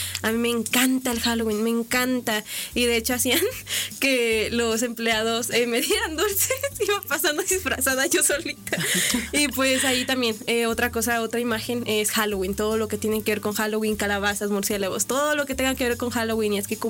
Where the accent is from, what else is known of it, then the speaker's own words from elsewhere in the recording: Aguascalientes, Mexico; born there; also born or lived in Veracruz; Soy de Aguascalientes, okay. Pero es que me adoptaron aquí. O sea, aquí nací, aquí me adoptaron y luego me llevaron a vivir a Veracruz porque ahí consiguió papá trabajo. Y porque creo que sí, él sí es de Veracruz. Y ya, pero nos regresamos porque la inseguridad allá sí estaba fea.